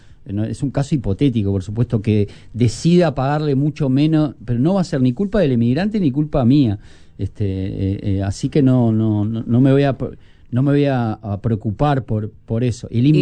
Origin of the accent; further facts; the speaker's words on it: Uruguay; born there; Mis bisabuelos eran europeos, mis bisabuelos. En mi caso que vengo también a ser tercera generación nacida en Uruguay.